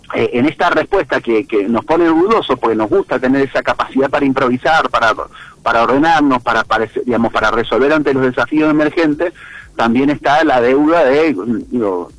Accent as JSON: {"language": "Spanish", "country": "Argentina", "said": "todos como argentinos tenemos algún valor que nos representa."}